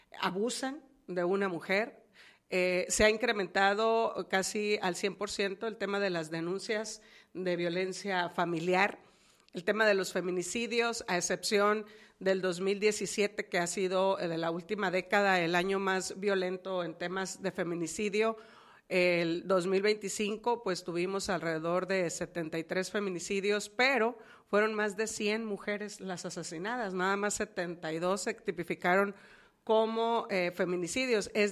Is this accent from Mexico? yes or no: yes; Mexico